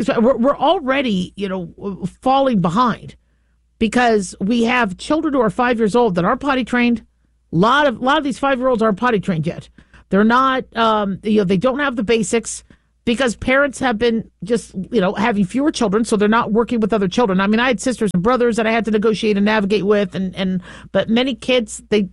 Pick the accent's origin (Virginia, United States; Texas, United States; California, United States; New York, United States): California, United States; born there; now in Nevada, United States; I love California. I'm from California. I was born there. I would love to move back one day